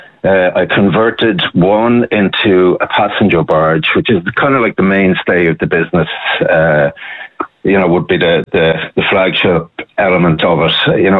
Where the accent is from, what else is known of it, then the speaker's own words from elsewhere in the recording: Naas, Kildare, Ireland; I grew up in Naas in Kildare, and in Kildare, you know, you're never far from a canal in Kildare.